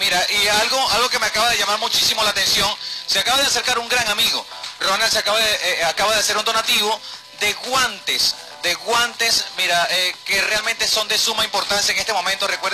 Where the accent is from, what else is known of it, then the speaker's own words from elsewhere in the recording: Puerto Píritu, Anzoátegui, Venezuela; como habitantes de Píritu, como habitantes de Puerto Píritu, como habitantes de esas zonas aledañas a nuestro municipio